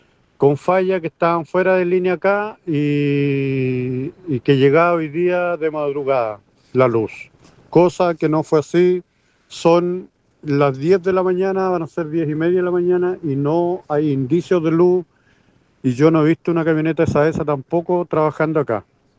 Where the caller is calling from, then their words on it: Chile; Yo vivo de Huellagüe, camino a Calasquén